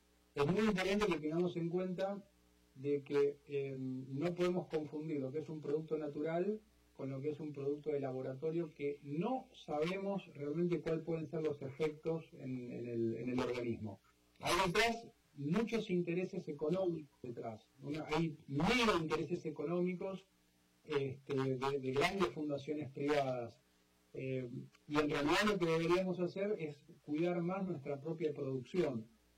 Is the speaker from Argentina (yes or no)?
yes; Argentina